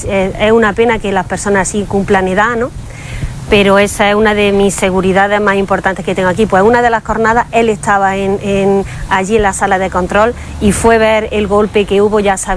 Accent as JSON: {"language": "Spanish", "town": "Villacarrillo", "region": "Andalusia", "country": "Spain"}